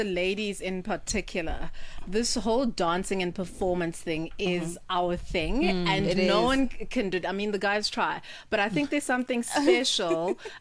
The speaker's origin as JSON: {"language": "English", "town": "Pretoria", "region": "Gauteng", "country": "South Africa", "said": "Let's talk about the scene in Pretoria, because as someone who's from there"}